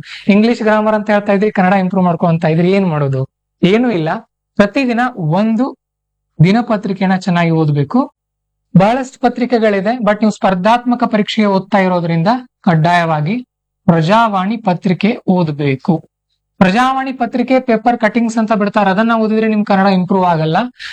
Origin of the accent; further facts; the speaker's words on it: Karnataka, India; first language Kannada; ನಾವು ಕನ್ನಡಿಗರು ಅಲ್ವಾ, ನಾವು ಕನ್ನಡಿಗರಿದ್ದೀವಿ, ಕನ್ನಡ ಒಂದೇ ಸಾಕಲ್ವಾ ನಮಗೆ?